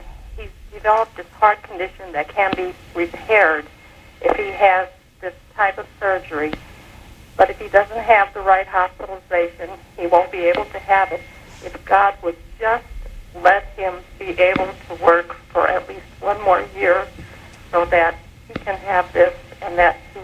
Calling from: Pennsylvania, United States; Pennsylvania.

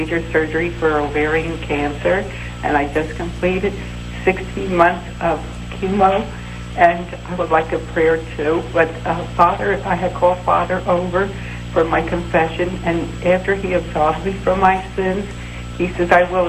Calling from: New Jersey, United States; from New Jersey.

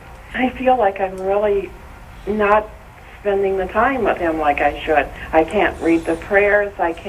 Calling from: Barberton, Ohio, United States; I'm from Barberton, Ohio.

